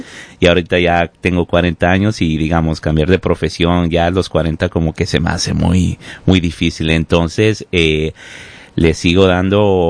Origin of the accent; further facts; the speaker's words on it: Mexico; Yo creo que uno como mexicano siempre está como muy, digamos, está muy relacionado con ese tipo de obras